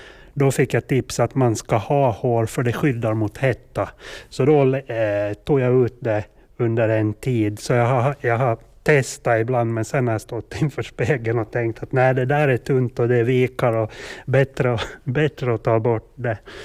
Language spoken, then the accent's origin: Swedish; Sviby, Åland, Finland; Så det här är just fotograferade hemma i Sviby. Sen har vi Jungfruskär där vi var ofta med. Där var med föräldrarna när jag var en 8-10 år gammal. Vi var ofta där på somrarna. Och så de är alla bilder tagna på Åland och flera i Sviby barndomstrakten.